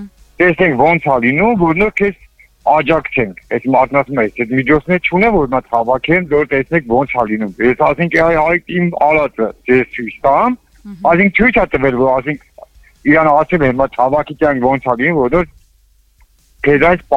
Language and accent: Armenian; Armavir, Armavir Province, Armenia; Մեր մոտ Արմավիրի մարզ, այս Արմավիրից եմ, Արմավիրի մարզում մենք ունենք արգելված, մոռացված նավթի հանք